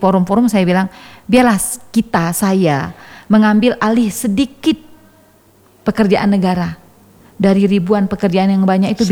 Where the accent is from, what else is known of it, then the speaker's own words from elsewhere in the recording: Takengon, Aceh, Indonesia; saya tuh besar di kecilnya di Takengon, dan saya melihat keluarga saya tuh pandai-pandai pedih bicara bahasa Gayo.